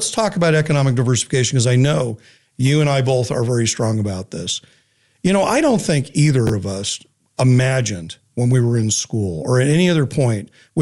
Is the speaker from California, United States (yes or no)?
yes; California, United States; I say, you know, I'm an Eastern Californian. I'm from the Sierra Nevada mountains. Right. I am not from the beach areas.